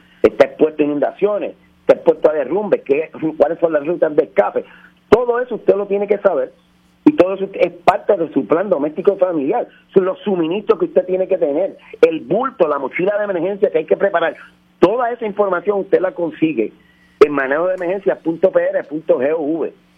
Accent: Puerto Rico

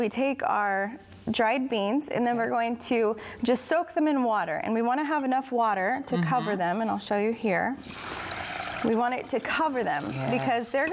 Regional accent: Sacramento, California, United States; I am from Sacramento, California.

